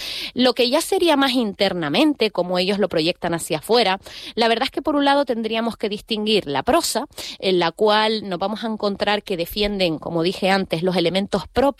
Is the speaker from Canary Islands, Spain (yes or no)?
yes; Canary Islands, Spain; accent: Canarian; ellos dicen que nuestro acento es, cito, castellano de sílabas arrastradas, aquellas entonaciones interrogativas y plañideras.